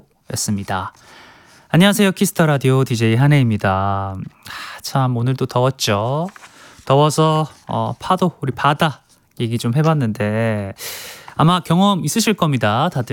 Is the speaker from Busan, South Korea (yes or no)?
yes; Busan, South Korea; 부산 사람이라서 뭐 부산 사람이라고 매일매일 바다에 가는 건 아닌데 그래도 1년에 한 번은 꼭 바다에 놀러 갔었던 것 같고